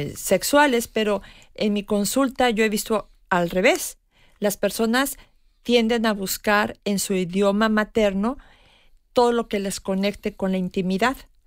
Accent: Mexico; first language Spanish; moved away

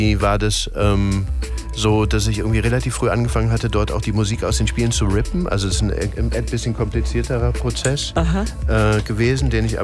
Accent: Cologne, North Rhine-Westphalia, Germany; ich bin ja aus Köln ursprünglich auch

